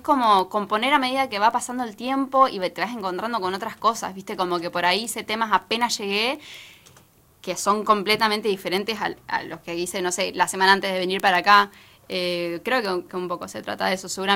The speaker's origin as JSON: {"language": "Spanish", "region": "Santa Cruz", "country": "Argentina", "moved": "as an adult", "lives_now": "Buenos Aires, Argentina", "said": "Me siento más patagónica ahora que estoy allá."}